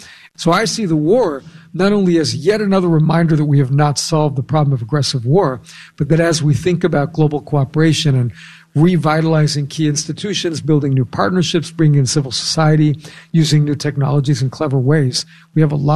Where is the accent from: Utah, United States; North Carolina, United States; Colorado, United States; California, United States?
California, United States